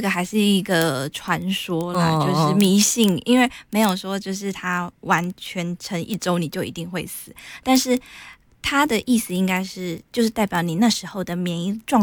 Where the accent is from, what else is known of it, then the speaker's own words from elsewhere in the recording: Pingtung County, Taiwan; 因为我是来自屏东